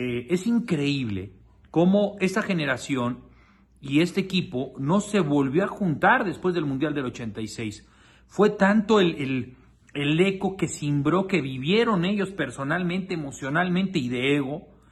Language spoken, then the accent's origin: Spanish; Mexico; Somos mexicanos.